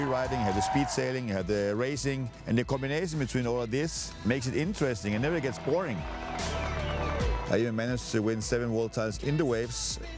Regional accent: Canary Islands, Spain; Growing up in Canary Islands

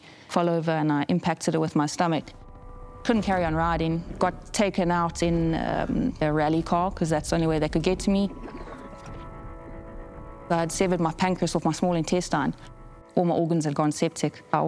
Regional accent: South Africa; as a South African. You know, we like the hot heat.

